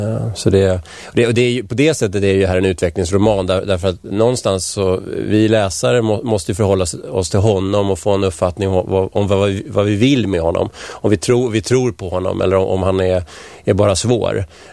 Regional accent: Vällingby, Stockholm County, Sweden; also born or lived in Strängnäs; now in Nacka, Sweden

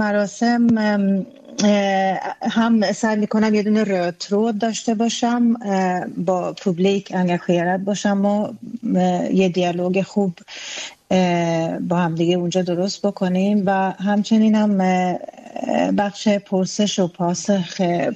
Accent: Iran; now in Sweden; هم برای خودم چون ایرانی هستم

